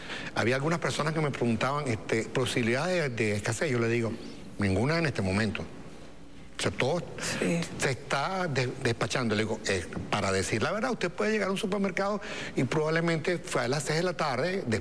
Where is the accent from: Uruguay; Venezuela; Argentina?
Venezuela; así somos los venezolanos